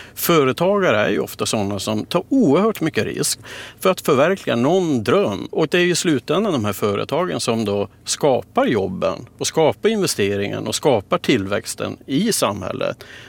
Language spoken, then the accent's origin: Swedish; Kiruna, Norrbotten County, Sweden; Jag är ju född och uppvuxen i Kiruna.